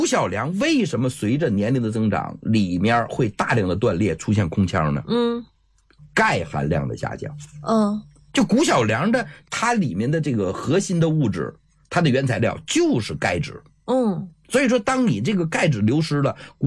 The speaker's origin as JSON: {"language": "Chinese", "region": "Northeast China", "country": "China", "accent": "Northeastern", "said": "咱们东北话叫熊瞎子掰苞米"}